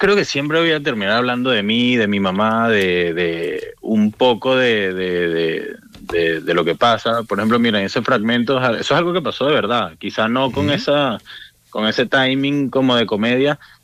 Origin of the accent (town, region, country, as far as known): Venezuela; born or raised there; moved away as an adult; now in Spain